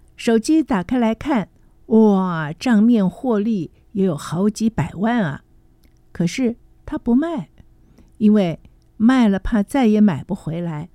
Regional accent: Taipei, Taiwan; 我想我们都是台北人啊。

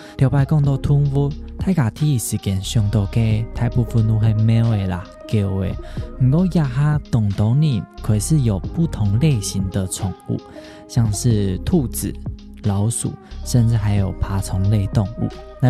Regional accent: Pingtung County, Taiwan; 因为我老家是在屏东嘛，那我阿公以前在养猪的时候，他还有养了一只鸟

